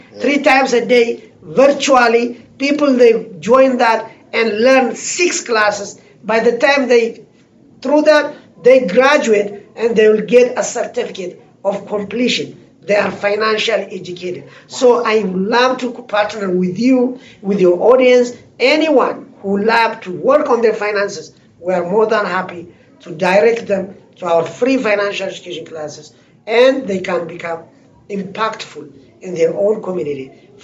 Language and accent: English; Ethiopia; And right now I'm from the Ethiopian community, right?